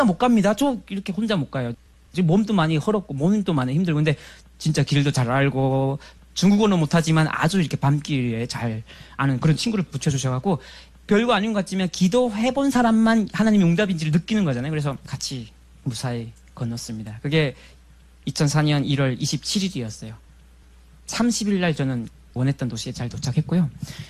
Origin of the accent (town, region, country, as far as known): North Korea; born or raised there; moved away as an adult; also born or lived in China; now in South Korea